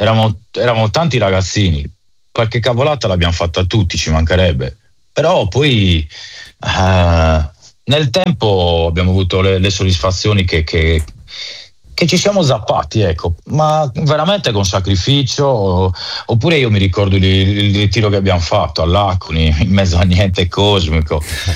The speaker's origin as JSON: {"language": "Italian", "region": "Sardinia", "country": "Italy", "said": "Noi dobbiamo essere orgogliosi come sardi"}